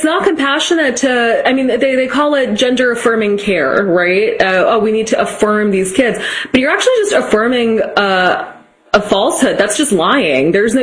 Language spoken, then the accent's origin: English; Massachusetts, United States; I'm from Massachusetts, which actually does have very good schools, despite them being like off the rails crazy.